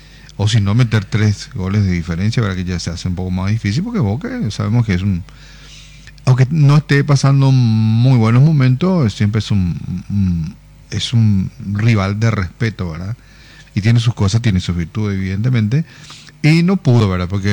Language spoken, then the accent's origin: Spanish; Luque, Central, Paraguay; Yo soy de Luque, pero como es el mismo color.